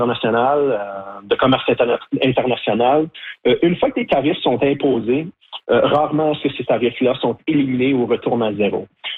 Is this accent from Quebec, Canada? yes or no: no; Sudbury, Ontario, Canada; born there; je suis né à Sudbury et ma mère est originaire de Mattawa, dans le nord de l'Ontario.